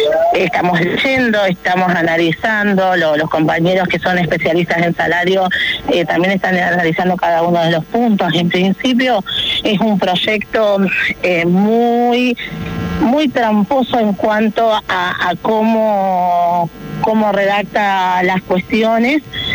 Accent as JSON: {"language": "Spanish", "region": "Entre Ríos", "country": "Argentina", "said": "como argentinos y como entrerrianos"}